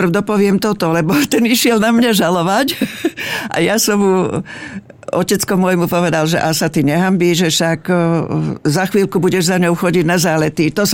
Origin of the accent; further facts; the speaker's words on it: Blatnica, Žilina Region, Slovakia; Ja pochádzam z Blatnice, že neviem, či som to už spomenula.